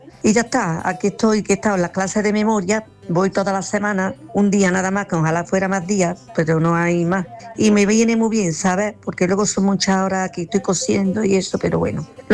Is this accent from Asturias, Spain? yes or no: no; Córdoba, Andalusia, Spain; ya mismo viene la de aquí de mi Córdoba